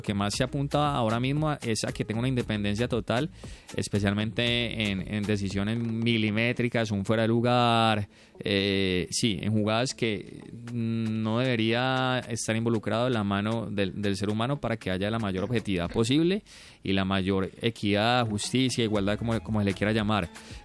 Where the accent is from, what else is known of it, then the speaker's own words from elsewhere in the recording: Colombia; la cercanía de nosotros como colombianos